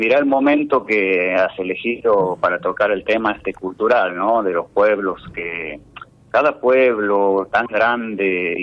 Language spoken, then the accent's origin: Spanish; Santiago del Estero, Argentina; de donde yo soy, de Santiago del Estero